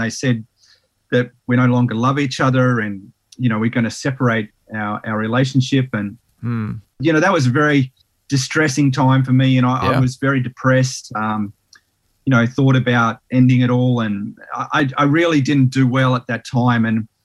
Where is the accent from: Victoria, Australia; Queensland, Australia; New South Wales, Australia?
New South Wales, Australia; Sydney; also born or lived in Tasmania; I was born in Sydney in New South Wales and spent about 7 years there. Then we moved to Tassie for about 5 years, and we moved around a lot.